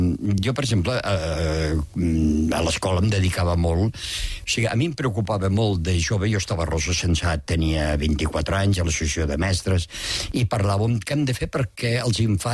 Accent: Peramola, Catalonia, Spain; born there; Sí, jo vaig néixer a Peramola.

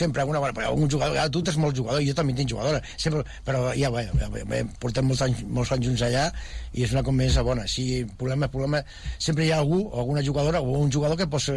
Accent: Terrassa, Catalonia, Spain; Aunque soc fill de Terrassa, però ja estic ben pensant...

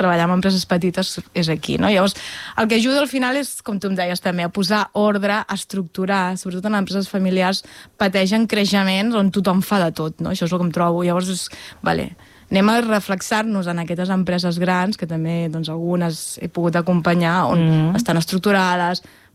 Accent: La Selva del Camp, Catalonia, Spain; also born or lived in Reus; Jo vaig néixer a Reus, tot i que amb 6 anys vaig anar a viure en un poble que es diu La Selva del Camp, per tant em considero salvatana. M'he casat amb un salvatà, els meus fills són salvatans, no?

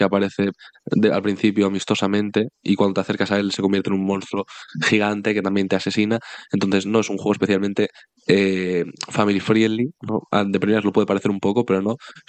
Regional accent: Spain; somos españoles, habrá que decirlo en nuestro idioma y no en inglés.

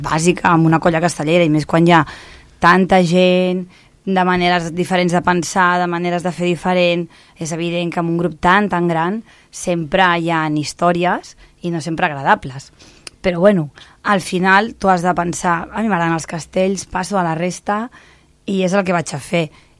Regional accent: Ripollet, Catalonia, Spain; born there; moved away; Jo vivia a Ripollet i jo havia sigut castellera al meu poble

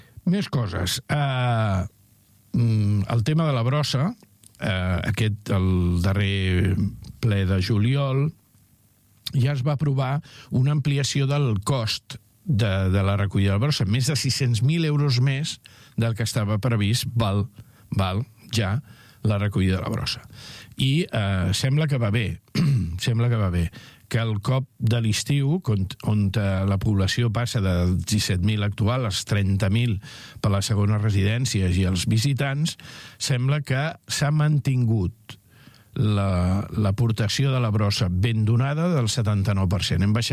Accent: Arenys, Catalonia, Spain; pels que som d'Arenys

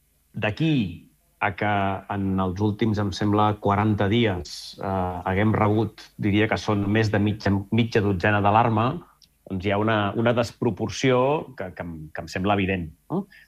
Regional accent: Reus, Catalonia, Spain; jo sóc de Reus i, per tant, jo visc a pocs quilòmetres de diverses centrals nuclears i a pocs quilòmetres del polígon petroquímic més important del sud d'Europa.

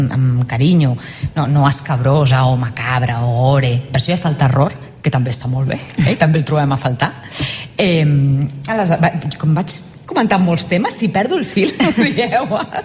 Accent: Santa Perpètua de Mogoda, Catalonia, Spain; Jo que sóc de Santa Perpètua de la Moguda, un poblet al costat de Sabadell

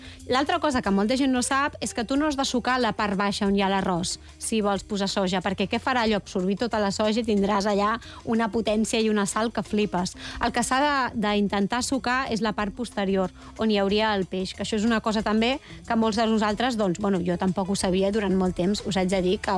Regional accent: Catalonia, Spain; El cap de vall som catalans.

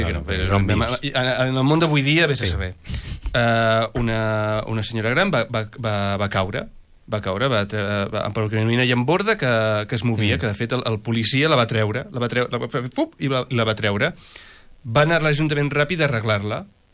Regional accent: Rubí, Catalonia, Spain; però jo he viscut aquí tota la meva vida i això no és cert

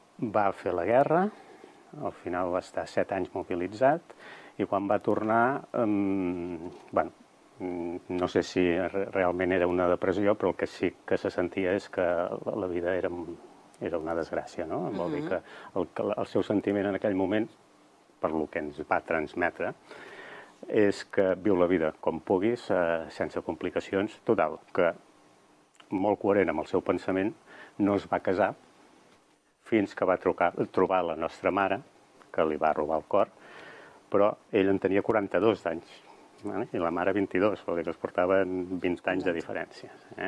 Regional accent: Manresa, Catalonia, Spain; vam néixer a Manresa i tota la infantesa la vam passar aquí a Manresa, a la plaça Hospital. Primer número 6 i ara número 7, ens ho van canviar. I res, feliços de ser manresans, bagencs i catalans.

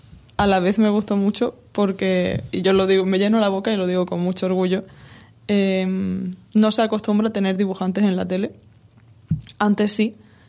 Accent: Jerez de la Frontera, Andalusia, Spain; born there; moved away as an adult; now in Madrid, Spain; a mí me gusta decir que soy de Jerez y que vivo en Jerez. Pero la realidad es que los últimos 6 años he vivido en Madrid y ahora me voy a vivir a París.

